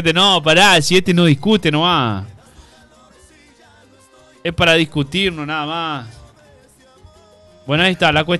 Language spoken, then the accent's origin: Spanish; Argentina; Somos mestizos los argentinos.